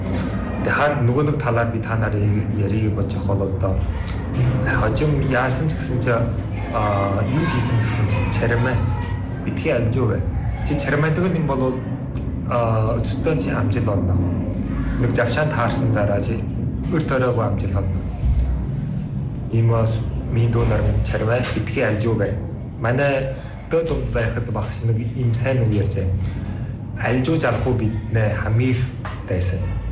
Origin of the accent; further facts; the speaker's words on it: Ulaanbaatar, Mongolia; moved away as an adult; now in Hungary; Би бол багасаа Улаанбаатараас өс төрсөн.